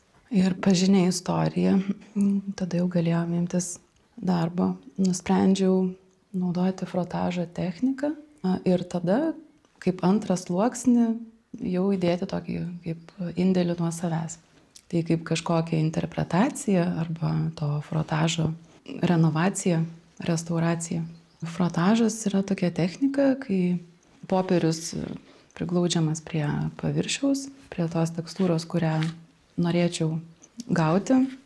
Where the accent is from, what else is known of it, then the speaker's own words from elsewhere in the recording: Vilnius, Vilnius County, Lithuania; Esu iš Vilniaus, esu keramikė, dirbu pagrindę su moliu, darau skulptūras